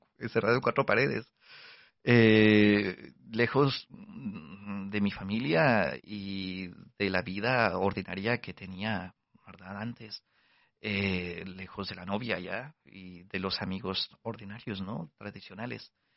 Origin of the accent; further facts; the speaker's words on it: Guatemala; uno de los tantos volcanes en mi país, en Guatemala